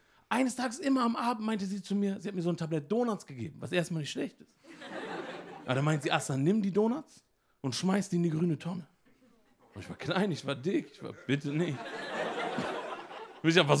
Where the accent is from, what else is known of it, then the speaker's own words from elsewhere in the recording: Emden, Lower Saxony, Germany; Ich gehe ganz in den Norden. Ich bin aufgewachsen in Emden.